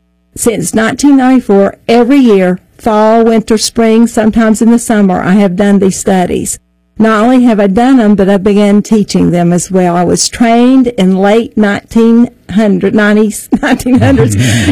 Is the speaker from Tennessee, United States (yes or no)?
yes; Tri-Cities, Tennessee, United States; Well, I'm from Tennessee, Tri-Cities, Tennessee, as a matter of fact, and I was raised in a Christian home